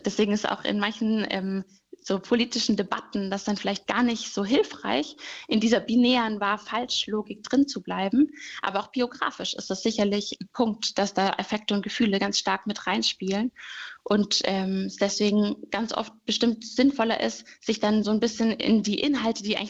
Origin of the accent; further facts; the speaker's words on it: Stuttgart, Baden-Württemberg, Germany; now in Erfurt, Germany; Also ich komme aus Stuttgart, und als ich nach Erfurt gezogen bin